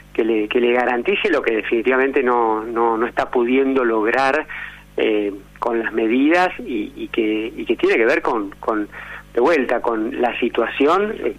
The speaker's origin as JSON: {"language": "Spanish", "town": "San Martín", "region": "Buenos Aires Province", "country": "Argentina", "said": "Yo soy de San Martín, me tocó gobernar esta ciudad muchos años."}